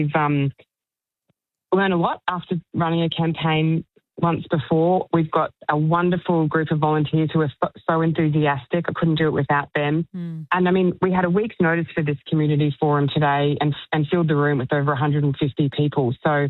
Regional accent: Brisbane, Queensland, Australia; I'm from Brookfield.

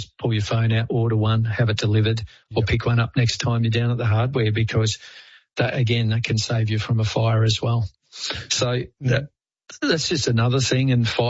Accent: Melbourne, Victoria, Australia; now in Queensland, Australia; I grew up in Melbourne and had an electric blanket. Queensland, where I am now, doesn't get cold enough really

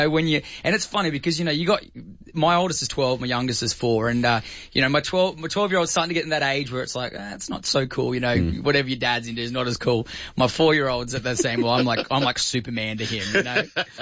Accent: Australia; And, you know, the truth is that this is my hometown. This is my, Australia has really been, you know, so good to me.

